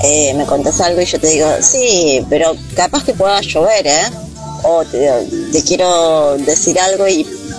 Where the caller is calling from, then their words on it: Casilda, Santa Fe, Argentina; yo soy de Casilda